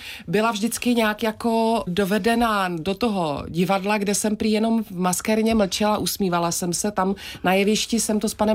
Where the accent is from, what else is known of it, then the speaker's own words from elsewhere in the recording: Moravia, Czechia; Na poli u nás na Moravě, když zafouká vítr a jsi na senách, tak je taky sucho